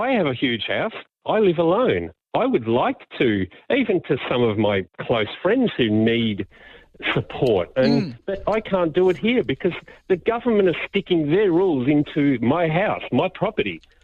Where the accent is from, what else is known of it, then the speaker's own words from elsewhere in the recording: Australia; I mean, being Aussie, I can cope with it, but watching others suffer is really, really tough.